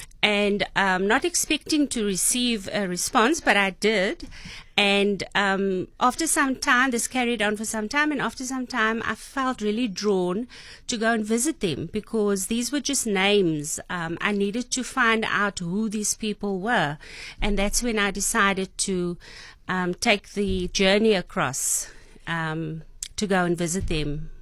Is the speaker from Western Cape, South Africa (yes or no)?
yes; Cape Town, Western Cape, South Africa; I was living on the Cape Flats. I was born and I was raised in Haderveld on the Cape Flats.